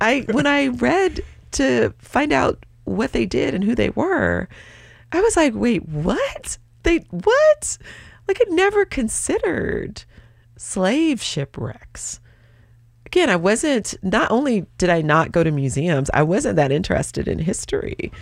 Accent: Atlanta, Georgia, United States; Jared, I am from Atlanta, Georgia. I didn't know anything about the ocean.

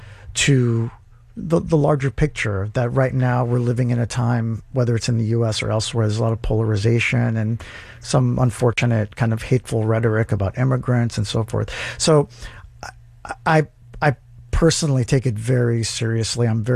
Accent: Cambridge, Massachusetts, United States; born there; I am, yeah. I was born in, I'm a first generation. I was born here in Cambridge. My mom and dad met here in Southie.

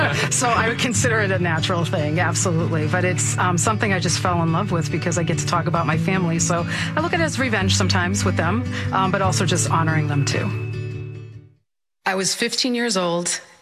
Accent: Malden, Massachusetts, United States; I'm from Malden, Massachusetts

